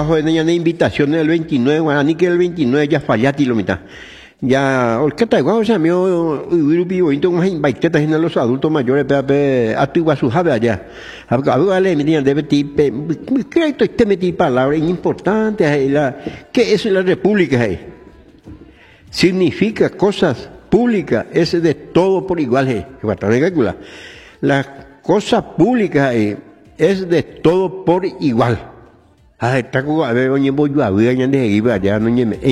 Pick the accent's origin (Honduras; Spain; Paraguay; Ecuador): Paraguay; todos nosotros como paraguayos, dueño de nuestro país